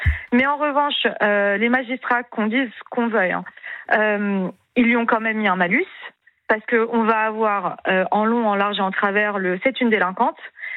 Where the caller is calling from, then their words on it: Lyon, Auvergne-Rhône-Alpes, France; j'habite à Lyon.